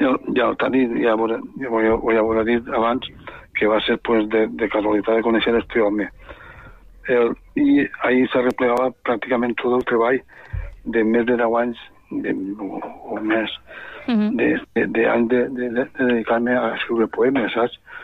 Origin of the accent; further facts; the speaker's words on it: La Font de la Figuera, Valencian Community, Spain; perquè jo vaig néixer en Font la Figuera